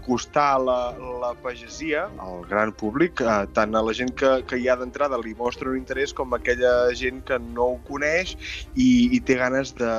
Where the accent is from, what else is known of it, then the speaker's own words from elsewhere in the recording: Catalonia, Spain; jo sóc de la Vall d'en Bas, de la Garrotxa, un espai on la pagesia respira per tot arreu